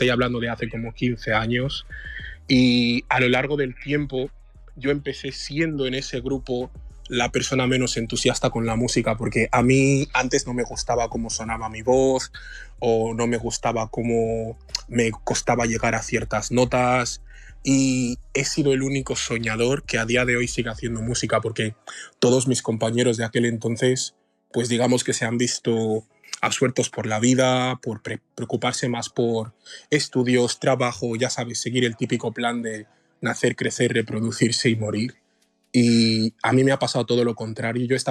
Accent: Malabo, Bioko Norte, Equatorial Guinea; En Malabo. Nací y crecí en Malabo.

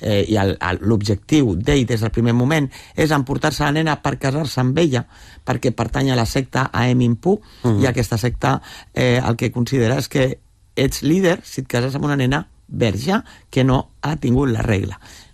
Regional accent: L'Hospitalet de Llobregat, Catalonia, Spain; jo també sóc d'Hospitalet, també del barri de Can Vidalet, vull dir, m'he criat amb... Diguéssim que la meva família també és humil

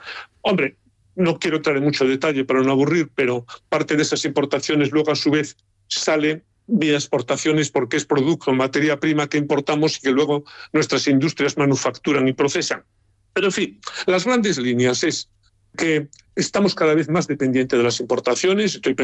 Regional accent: Galicia, Spain; Por tanto, Europa, España y desde luego mi tierra, Galicia, no podemos privarnos de un sector tan importante

